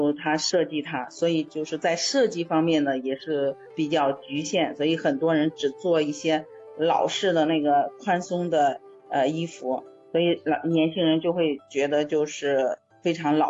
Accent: China; 都想找到真正属于我们中国人自己的特色面料。

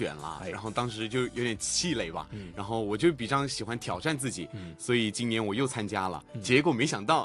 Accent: Dongguan, Guangdong, China; now in Guangzhou, China; 我在东莞长大的，妈妈是河南人，爸爸是香港人，所以在家里面更多讲的是一个普通话，所以呢，我就是普通话会更倾向于我的日常表达一点

